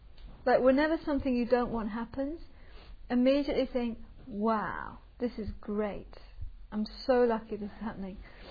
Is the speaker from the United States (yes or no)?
no; England, United Kingdom; And being English